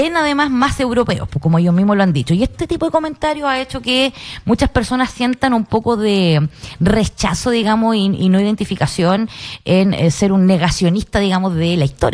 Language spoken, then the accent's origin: Spanish; Chile